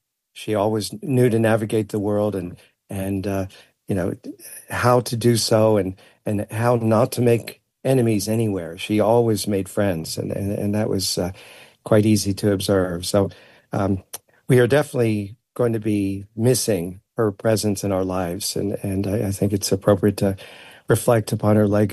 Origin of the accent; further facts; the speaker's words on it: Washington, District of Columbia, United States; growing up in Washington, D.C.